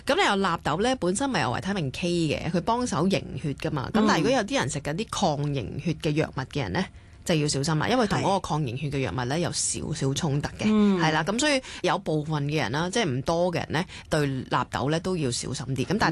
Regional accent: Indonesia; 咁另外我哋印尼人就中意食天貝啦，都係發酵咗嘅大豆食物。

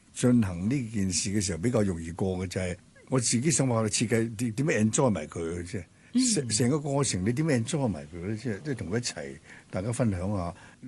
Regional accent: China; 冇人摆骨灰，好多呢啲迷信我哋中国人，to me is ridiculous， 都冇人摆骨灰喺屋企嘅。

